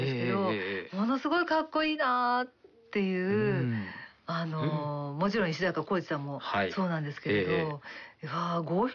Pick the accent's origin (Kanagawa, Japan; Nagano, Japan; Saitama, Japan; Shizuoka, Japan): Kanagawa, Japan; 私あの神奈川県出身なんで、